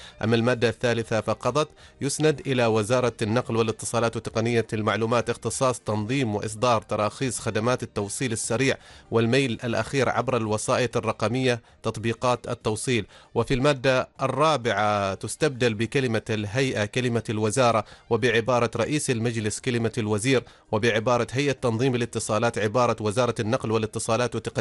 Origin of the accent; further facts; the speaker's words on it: Oman; طبعا معروفة الهبطات عندنا في سلطنة عمان